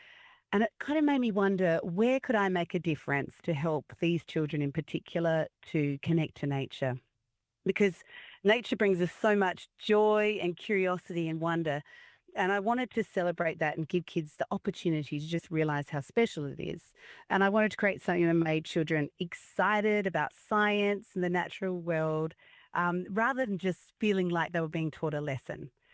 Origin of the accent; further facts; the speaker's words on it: South Australia, Australia; I grew up in the Flinders, so I love the landscape anyway.